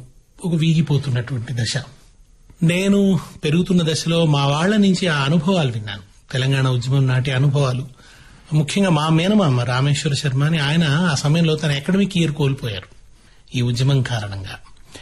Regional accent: Telangana, India

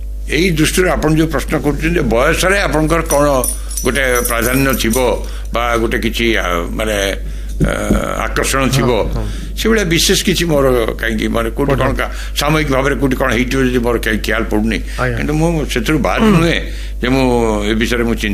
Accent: Rairangpur, Odisha, India; ସେ ମୟୂରଭଞ୍ଜ ଷ୍ଟେଟରେ ଚାକିରି କଲେ, ମୁଁ ଜନ୍ମ ରାଇରଙ୍ଗପୁରରେ, ଏଠିକା ଲୋକ, ଏଠିକା ଜଳବାୟୁ, ଏଠିକା ପରିବେଶ ସବୁଥିରେ ମୁଁ ହେଲି।

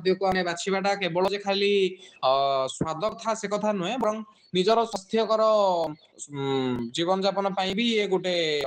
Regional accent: Mayurbhanj, Odisha, India; ମୁଁ ମୟୂରଭଞ୍ଜର ବାସିନ୍ଦା, ବର୍ତ୍ତମାନ ମୁଁ ଆସାମ ବିଶ୍ୱବିଦ୍ୟାଳୟରେ ଶିକ୍ଷା ବିଭାଗ ଛାତ୍ର।

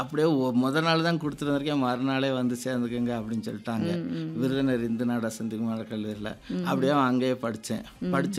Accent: Tamil Nadu, India; moved away as an adult; also born or lived in Theni district / Madurai; now in Tenkasi district, India; எனக்கு சொந்த ஊர் வந்து சிறுவலித்தூருக்கு பக்கத்தில் இருக்கிற நல்லுத்தவன்பட்டி என்ற ஊர், அந்த கிராமத்தில் தான் நான் பிறந்து வளர்ந்தேன்.

